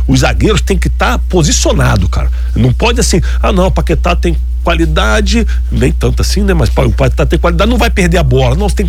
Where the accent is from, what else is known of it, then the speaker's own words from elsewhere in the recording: Brazil; até porque nós somos brasileiros